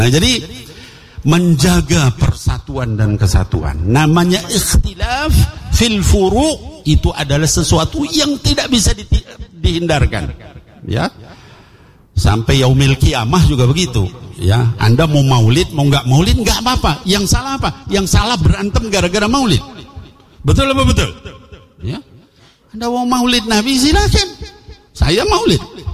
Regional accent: Jakarta, Indonesia; Sana kampung saya di Jakarta.

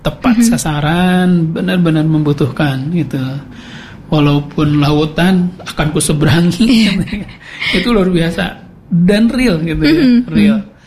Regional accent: West Java, Indonesia; Dari Indonesia. Setelah itu berbicara lagi, dari Indonesianya mana gitu ya. Saya dari Jawa Barat.

